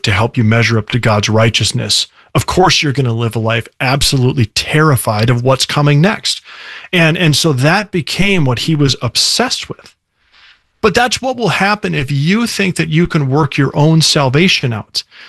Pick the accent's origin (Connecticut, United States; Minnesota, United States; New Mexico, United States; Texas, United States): Minnesota, United States; Minneapolis; born or raised there; now in Sioux Falls, United States